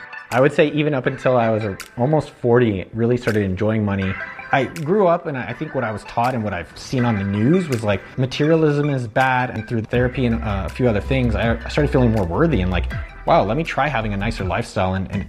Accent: San Jose, California, United States; I grew up in San Jose, California.

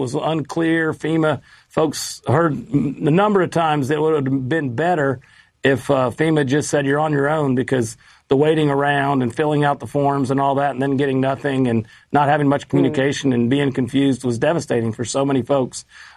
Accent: North Carolina, United States; I'm from Western North Carolina. My family's been in agriculture for a long time.

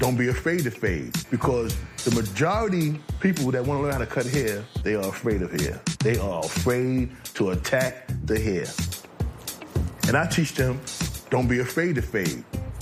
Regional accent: New York City, New York, United States; I'm born and raised in Queens.

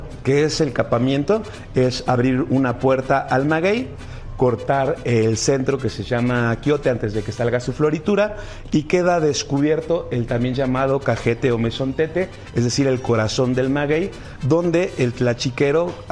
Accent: Mexico

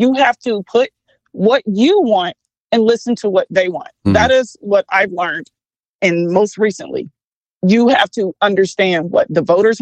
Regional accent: DeKalb County, Georgia, United States; I'm from DeKalb County, so I understand my county.

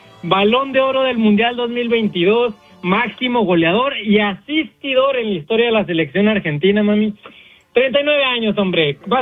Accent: Mexico; yo soy mexicano y lo que sea, pero ¿qué tiene? Yo crecí con él en el fútbol

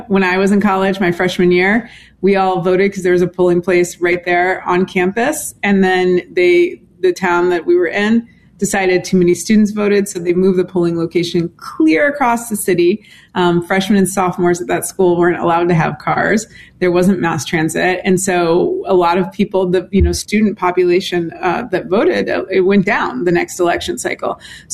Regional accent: Indianapolis, Indiana, United States; That is correct. I'm from Indianapolis, Indiana.

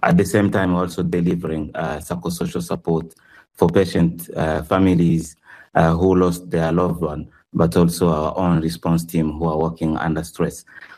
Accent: Goma, North Kivu, DR Congo; English is a second language; I grew up in Goma and experienced at my early age one of the worst cholera outbreak in the region.

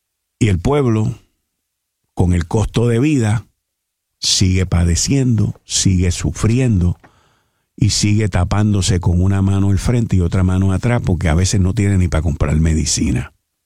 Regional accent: Puerto Rico; conociendo como somos nosotros los boricuas

